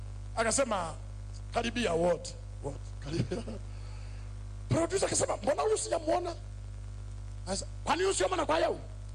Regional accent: Mbeya, Tanzania; tukamwalika kule kwetu Rungwe.

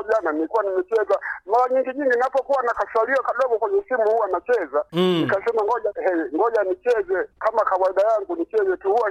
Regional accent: Ulanda, Iringa, Tanzania; Natoka mkoa wa Iringa, wilaya ya Iringa vijijini. Alafa ya Kalenga, kijiji cha Ulanda.

